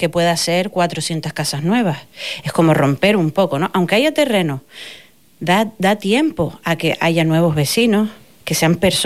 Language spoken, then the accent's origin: Spanish; Canary Islands, Spain; y dentro de Drago Canarias, pues nosotros somos los majoreros, digamos, ¿no?